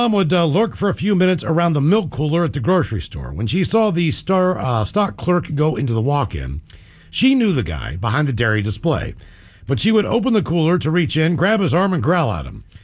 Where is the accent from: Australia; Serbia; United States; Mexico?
United States; Seattle, Washington; Alaska? She's like, is it really that dark in Seattle? I was like, yes.